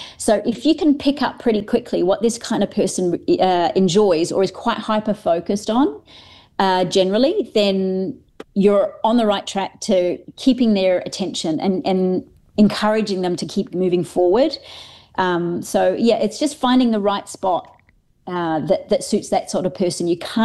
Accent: Australia; I call it lobster being Australian

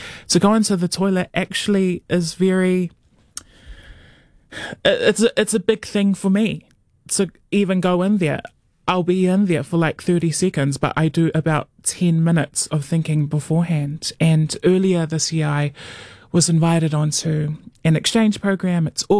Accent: Auckland, New Zealand; I grew up in South Auckland

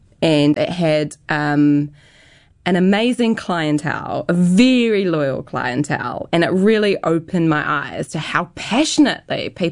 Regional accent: Martinborough, Wellington, New Zealand; I grew up in Martinborough. Yeah, so a tiny town, a bit bougie now, but it really was not bougie when I was young. And very much in the country. It's about an hour or so from Wellington.

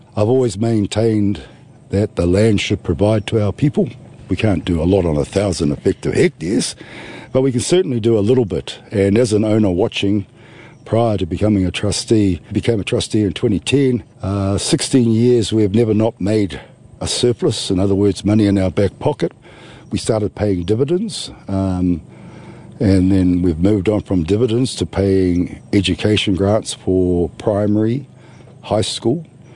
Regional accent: Te Kuiti, Waikato, New Zealand; I'm from Tikawiti and we're standing on Pukepoto Whenua, which is 15 minutes north of Taumata Nui, 35-40 minutes from Tikawiti on the main north road.

